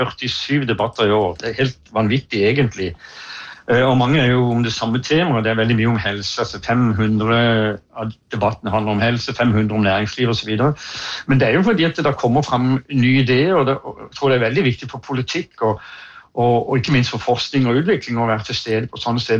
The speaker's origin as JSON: {"language": "Norwegian", "town": "Kristiansand", "region": "Agder", "country": "Norway", "said": "Jeg kommer jo fra Kristiansand"}